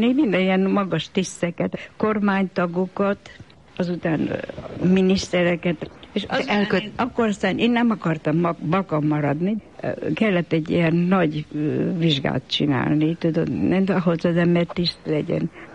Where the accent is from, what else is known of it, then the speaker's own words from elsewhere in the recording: Hungary; born there; moved away; also born or lived in Paris, France / England; magyar születésű vagyok, de angol lettem